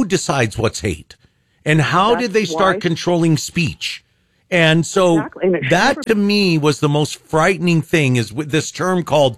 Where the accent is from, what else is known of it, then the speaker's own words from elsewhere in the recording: United States; We as American citizens let it happen.